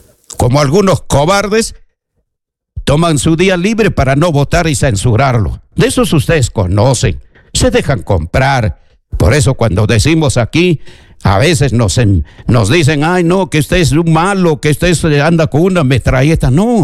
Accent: Junín, Peru; moved away; en mi pueblo, en la histórica provincia de Junín

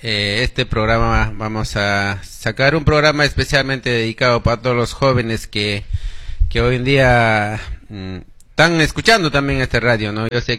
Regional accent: Huaro, Cusco, Peru; also born or lived in Urcos; now in Madre de Dios, Peru; yo soy natural de Urcos, generalmente no es Urcos, sino Huaro, ¿no? Soy guareño.

